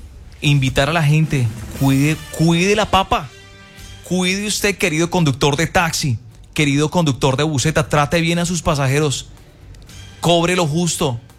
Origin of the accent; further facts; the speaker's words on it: Norte de Santander, Colombia; no me gusta por el tema de que hablen de mi tierra, ¿no? Pero también le da uno dolor de que suceden cosas y no se puede tampoco tapar el sol con un dedo. No es mentira que en esa zona del Catatumbo pasen ese tipo de cosas